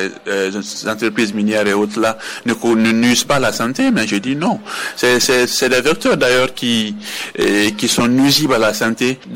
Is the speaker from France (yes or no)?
no; Siguiri, Kankan Region, Guinea; Entreprise, surtout même chez nous à Siguiri, c'est comme ça toujours.